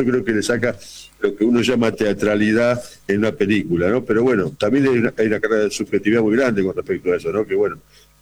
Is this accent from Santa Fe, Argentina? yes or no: yes; Rosario, Santa Fe, Argentina; los rosarinos tenemos esa cuestión, que somos una especie de plaga a veces, que estamos dando vueltas por todos lados